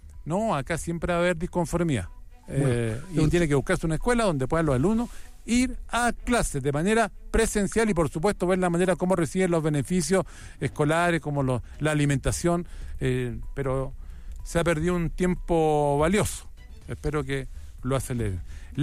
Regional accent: Calama, Antofagasta, Chile; mi ciudad, de mi tierra

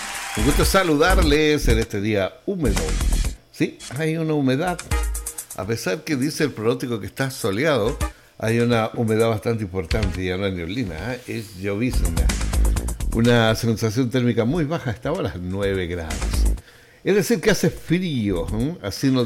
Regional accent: Chile

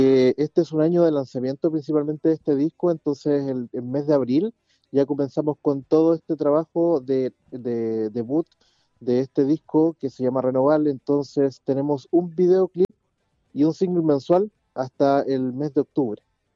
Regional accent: La Unión, Los Ríos, Chile; Yo soy de la comuna de La Unión, provincia del Ranco, región de Los Ríos.

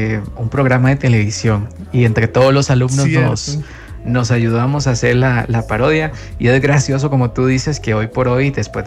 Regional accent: Costa Rica; moved away as an adult; now in Chile; hace un par de años en Costa Rica, en mi país

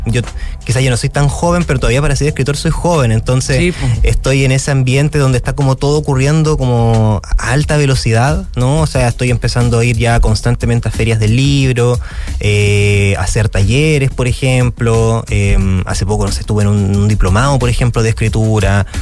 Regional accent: Antofagasta, Chile; Yo soy antofagastino, nacido y criado acá

